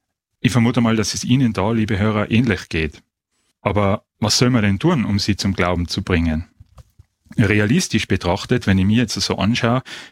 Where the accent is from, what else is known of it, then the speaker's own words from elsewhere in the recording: Innsbruck, Tyrol, Austria; wie mein Dialekt verrät, stamme ich aus Innsbruck.